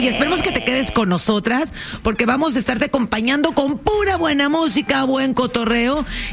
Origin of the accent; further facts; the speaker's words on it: Mexico; lo orgullosa que estoy de mi México lindo, querido, de mi gente, de mi cultura, de mis tradiciones.